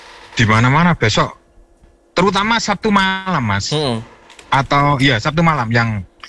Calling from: East Java, Indonesia

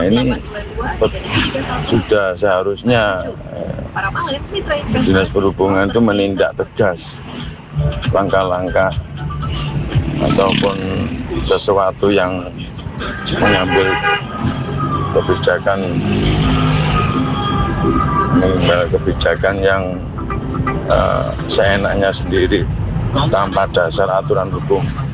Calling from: Malang, East Java, Indonesia; Kami sebagai warga Malang, Kota Malang ya

